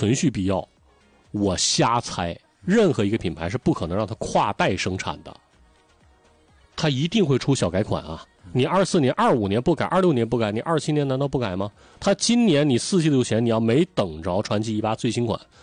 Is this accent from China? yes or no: yes; China